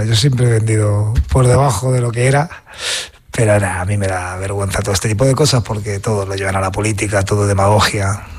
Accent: Madrid, Community of Madrid, Spain; Soy de Aluche, porque me he criado en mi barrio, que estoy muy orgulloso

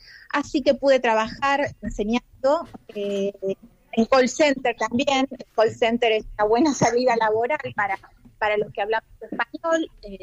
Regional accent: Buenos Aires, Argentina; now in Cairo, Egypt

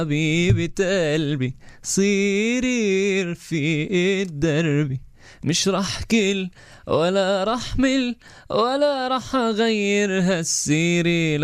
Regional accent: Majdal Shams, Quneitra Governorate, Syria; مجدل شمس. أيوة.

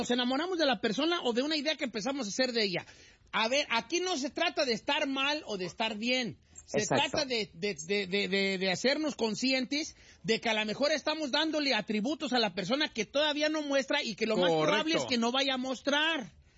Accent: Pátzcuaro, Michoacán, Mexico; ¡Ay, en mi tierra!

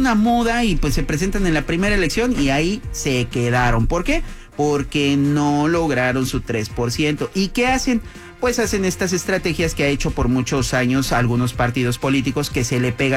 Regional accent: Mexico

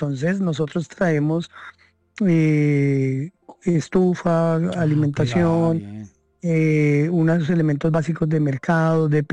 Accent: Bogotá, Colombia

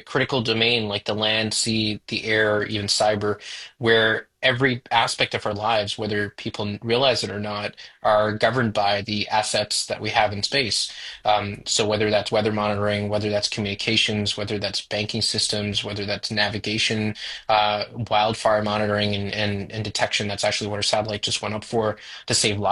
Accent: Toronto, Ontario, Canada; I basically was born and raised in Toronto, sort of the Jane Finch area, and always wanted to work on space, and figured that it wasn't going to happen in Canada

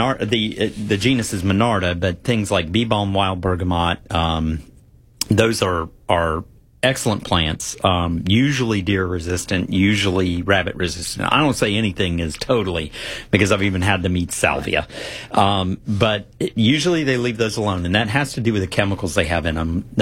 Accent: Sparta, North Carolina, United States; Well, I'm from North Carolina.

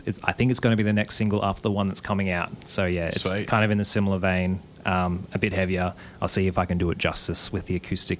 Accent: Maribyrnong, Victoria, Australia; And I used to play a lot of blues. Like I'm originally from Maribyrnong, and that's kind of where I got a lot of my blues education from.

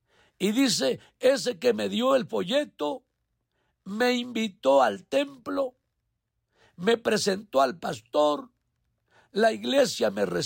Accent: Santa Cruz Huitzilopochtli, Puebla, Mexico; hoy le invité con todo su equipo de predicadores para que trajéramos la palabra a mi pueblo natal, a mi pueblo nativo, Santa Cruz, Huitzilopochtli, Puebla.

